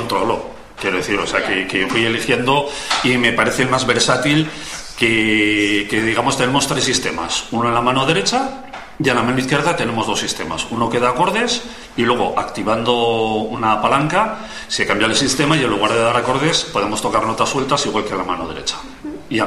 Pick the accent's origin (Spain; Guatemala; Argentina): Spain; San Sebastián, Basque Country; porque yo nací en San Sebastián. Y allí, pues la verdad es que en la comunidad del País Vasco, pues un instrumento muy popular.